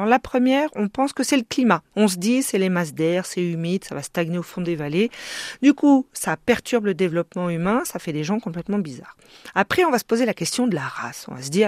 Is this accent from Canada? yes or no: no; France; chez nous en France